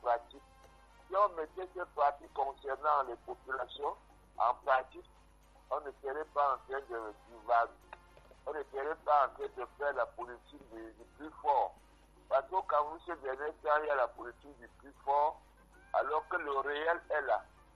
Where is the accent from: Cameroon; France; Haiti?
Cameroon; chez nous au Cameroun